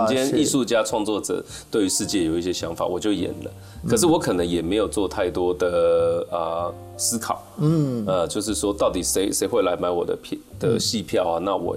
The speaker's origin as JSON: {"language": "Chinese", "region": "Chiayi", "country": "Taiwan", "tie": "born or raised there", "said": "我们自己 run 一个剧团，而且那这个剧团很单纯很简单，我就是想在我的家乡做。"}